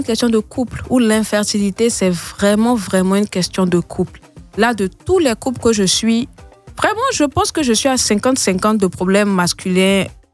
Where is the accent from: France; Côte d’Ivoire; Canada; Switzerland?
Côte d’Ivoire; je dis chez nous, les Africains